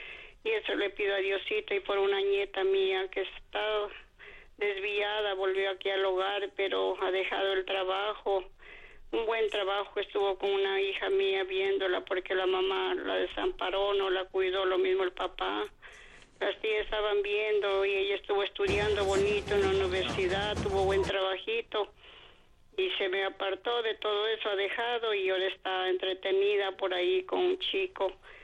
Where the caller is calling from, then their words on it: Catamayo, Loja, Ecuador; Le llamo de Catamayo, de parte de Digna.